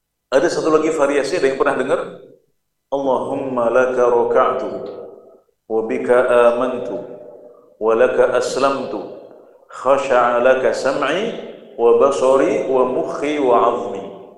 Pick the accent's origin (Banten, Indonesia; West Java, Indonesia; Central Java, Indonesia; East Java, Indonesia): Central Java, Indonesia; Klaten; kalau saya karena di Jawa Tengah, kalau di daerah saya di Klaten dulu, kami pesolatan waktu kecil diajarinya